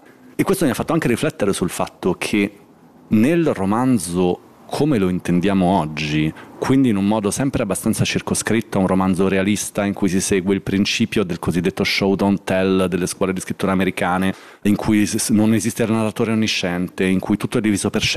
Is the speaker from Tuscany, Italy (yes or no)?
no; Milan, Lombardy, Italy; io sono cresciuto a Milano in la stagione in cui gli spazi di alternativa sociale, che fossero occupati, autogestiti, di ogni tipo, erano tantissimi